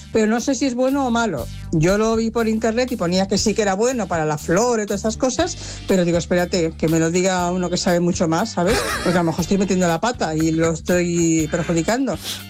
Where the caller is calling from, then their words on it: Cornellà, Catalonia, Spain; aquí de Cornellá.